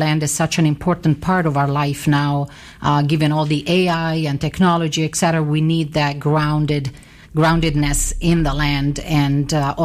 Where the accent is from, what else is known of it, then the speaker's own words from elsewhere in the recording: Assisi, Umbria, Italy; moved away; I was born and raised in Assisi, Italy